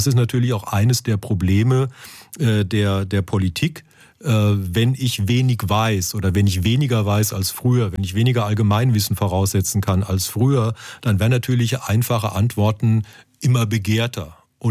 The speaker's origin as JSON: {"language": "German", "town": "Wiesloch", "region": "Baden-Württemberg", "country": "Germany", "tie": "born or raised there", "moved": "yes", "said": "Weil ich bin ja in Wiesloch aufgewachsen"}